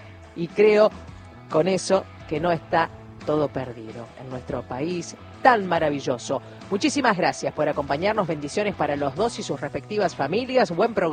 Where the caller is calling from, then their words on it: San Rafael, Mendoza, Argentina; … de San Rafael, dando mi presente.